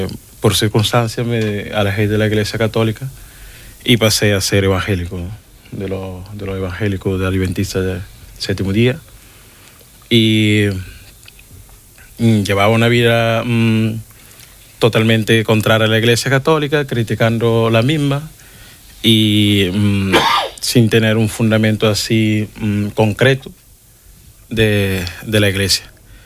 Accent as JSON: {"language": "Spanish", "town": "Mindelo", "region": "São Vicente", "country": "Cape Verde", "second_language": "Spanish", "moved": "as an adult", "said": "soy de Cabo Verde y de la diócesis de Mindelo. Cabo Verde tenemos dos diócesis. Soy de la diócesis de Mindelo, estoy aquí estudiando porque mi obispo me mandó."}